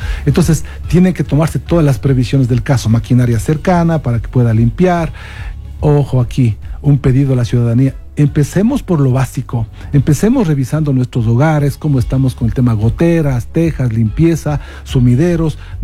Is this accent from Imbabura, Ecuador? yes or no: yes; Imbabura, Ecuador; como ecuatorianos, en este caso como imbabureños.